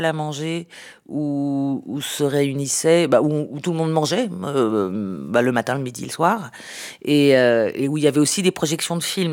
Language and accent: French; Sarcelles, Île-de-France, France; born there; J'étais choquée, scandalisée qu'on puisse parler de mon village natal ainsi.